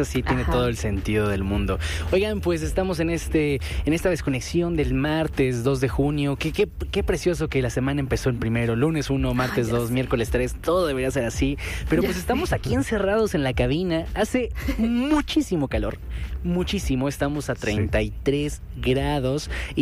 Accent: Mexico City, Mexico; somos chilangos, aquí no estamos tan acostumbrados a las temperaturas altas

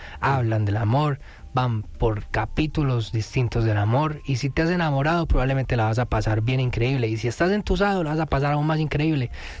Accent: Medellín, Antioquia, Colombia; moved away; Vengo de Medellín, de una casa llena de música, parce. A mí me criaron con karaoke encima, con guitarras encima, con mucho rock and roll, con mucho pop, con mucha cumbia, con mucha jazz, con mucha música.

